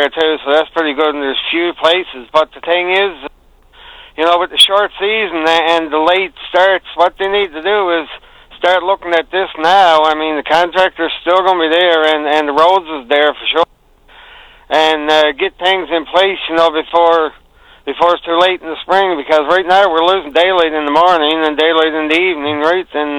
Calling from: Rock Harbour, Newfoundland and Labrador, Canada; from Rock Harbor on Bjorn Peninsula, long-time caller

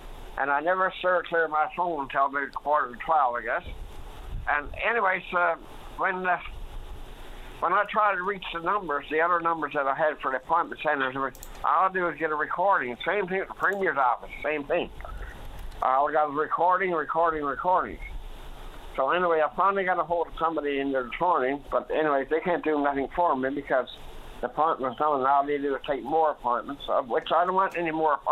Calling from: St. Lawrence, Newfoundland and Labrador, Canada; I called from St. Lawrence.

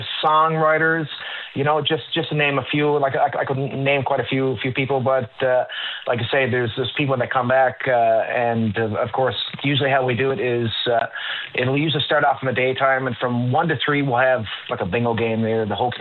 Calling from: Ramea, Newfoundland and Labrador, Canada; I'm calling from Ramya. So I'm a member of the volunteer fire department here.

